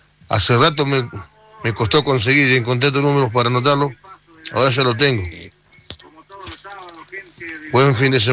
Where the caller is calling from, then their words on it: Villa Constitución, Santa Fe, Argentina; de Villa Constitución.